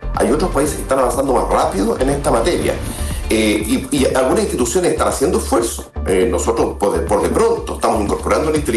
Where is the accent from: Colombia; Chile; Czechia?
Chile